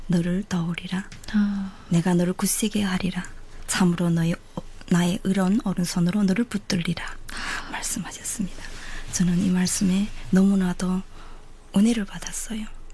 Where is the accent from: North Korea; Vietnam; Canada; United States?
North Korea; North Hamgyong; moved away as an adult; also born or lived in China; now in South Korea; 남한 정착 1년차 함경북도가 고향인